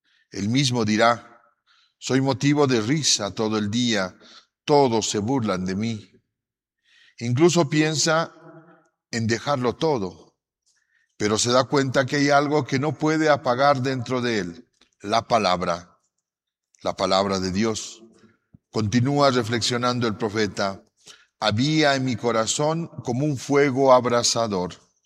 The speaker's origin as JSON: {"language": "Spanish", "country": "Bolivia"}